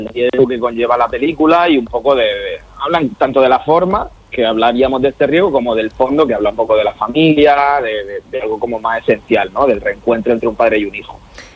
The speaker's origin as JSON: {"language": "Spanish", "region": "Region of Murcia", "country": "Spain", "said": "yo soy también de Murcia"}